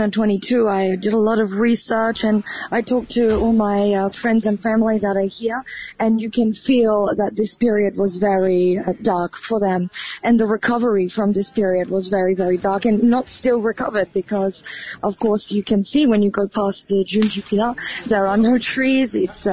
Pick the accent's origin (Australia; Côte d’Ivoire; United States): Australia; I'm actually not a stranger to wildfires, because I'm Australian. So I lived through a similar thing when we had the huge fires in 2020 in Australia.